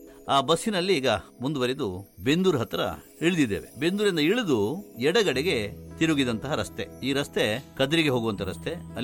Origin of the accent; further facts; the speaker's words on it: Mangaluru, Karnataka, India; ಆದರೂ ಮಂಗಳೂರಿನ ಪೇಟೆಯ ಪರಿಚಯ ಪೂರ್ತಿ ಮಾಡಿಕೊಳ್ಳಿಕ್ಕೆ ಸಾಧ್ಯ ಆಗಲಿಲ್ಲ. ಅಷ್ಟು ವಿಸ್ತಾರವಾಗಿದೆ ನೋಡಿ ನಮ್ಮ ಊರು.